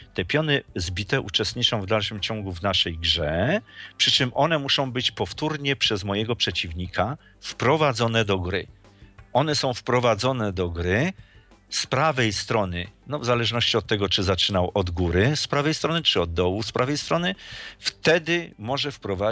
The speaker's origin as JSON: {"language": "Polish", "town": "Łódź", "region": "Łódź Voivodeship", "country": "Poland", "said": "Ja jestem z Łodzi"}